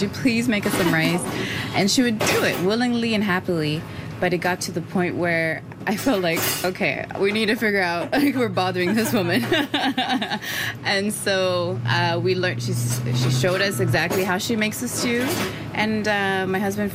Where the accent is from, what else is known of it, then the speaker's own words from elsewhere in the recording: Zimbabwe; moved away; I'm from Southern Africa, Zimbabwe. We don't have jollof rice in my country.